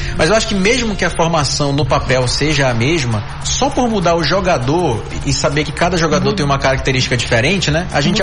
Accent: Brazil; Nós brasileiros somos mal acostumados com qualquer posição da seleção brasileira.

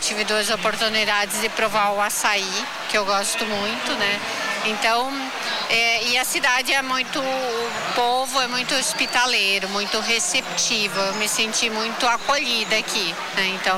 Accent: Rio Grande do Sul, Brazil; moved away as an adult; now in Maranhão, Brazil; Eu sou natural do Rio Grande do Sul, mas moro há 4 anos no Maranhão.

